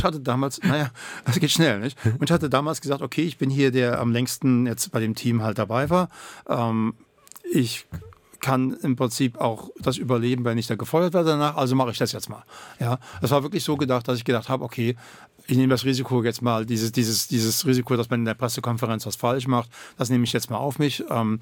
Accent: Germany; accent: German; weil ich habe ja einen deutschen Akzent

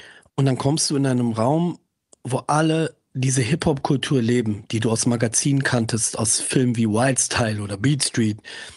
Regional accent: Braunschweig, Lower Saxony, Germany; ich komme aus Braunschweig in der Nähe der ehemaligen Grenze.

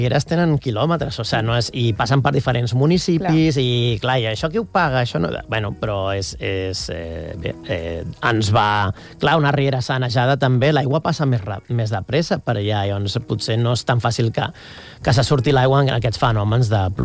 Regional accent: Catalonia, Spain; Bé, jo que sóc del Maresme, es feien, quan antigament el cram estava allà

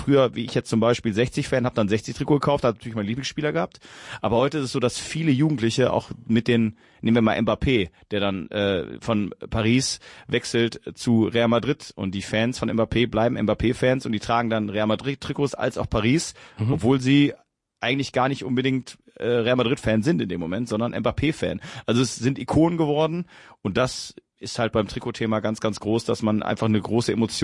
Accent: North Rhine-Westphalia, Germany; also ich komme aus der Nähe von Duisburg

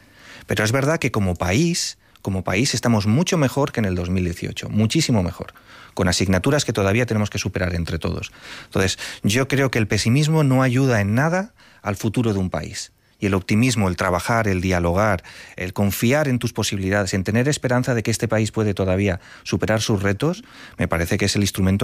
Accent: Valencia, Valencian Community, Spain; Bueno, yo es que, de verdad, yo soy de Valencia. He sido responsable de Hacienda en la Generalitat Valenciana

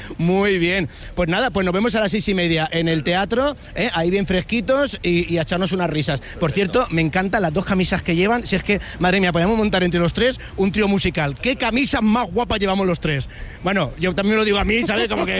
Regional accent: Porcuna, Andalusia, Spain; Yo soy hijo de Porcunera. Qué bonito, Porcuna.

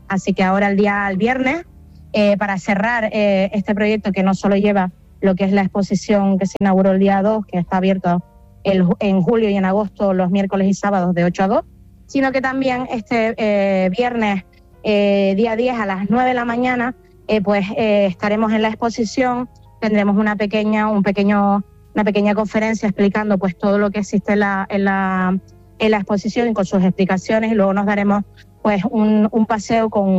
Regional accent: Candelaria, Canary Islands, Spain; un proyecto que yo tenía muchísimas ganas de desarrollar en mi pueblo, Candelaria

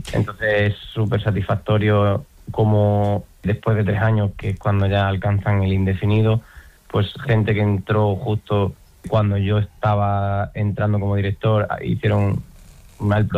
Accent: Sierra de Fuentes, Extremadura, Spain; he estado trabajando como fisioterapeuta 7 años en mi pueblo, en Sierra de Fuentes

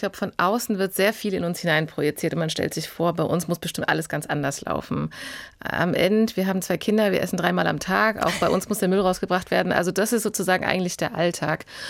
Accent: Frankfurt, Hesse, Germany; Ich bin hier in Frankfurt aufgewachsen, in einem sehr religiösen Kontext

